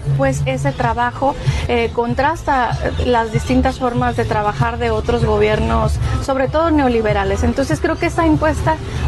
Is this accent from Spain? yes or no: no; Mexico; somos seres humanos, somos mexicanos